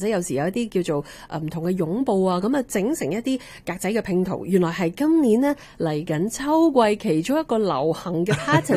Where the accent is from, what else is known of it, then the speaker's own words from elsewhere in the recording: Canada; 我哋加拿大人